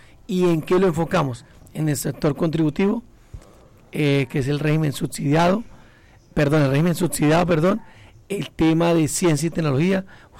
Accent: Meta, Colombia; colombianos, es la mujer con el caballo tratando de enlazar. Sí. Entonces, es algo que nos identifica como llaneros, como el joropo y nuestro sombrero.

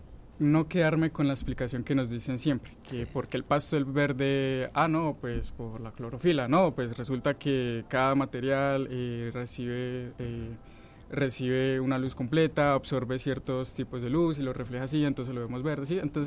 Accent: Puerto Gaitán, Meta, Colombia; Yo salí de Puerto Gaitán Meta.

